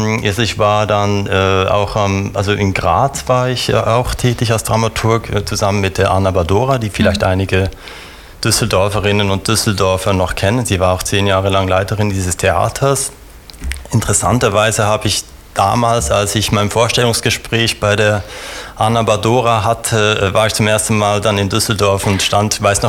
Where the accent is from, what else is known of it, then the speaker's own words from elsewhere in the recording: Bern, Switzerland; born there; moved away as an adult; also born or lived in Berlin; und ich bin in Bern geboren, habe Zürcher Familie auf der einen Seite, auf der anderen Seite auch griechische familiären Background und bin dann aber als wie viele Schweizer im Studienalter gehen sie nach Berlin.